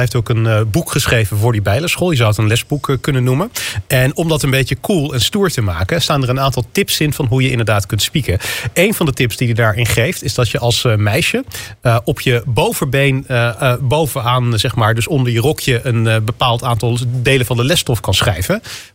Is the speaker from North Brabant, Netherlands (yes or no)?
yes; North Brabant, Netherlands; Maar ik ben in Brabant opgegroeid.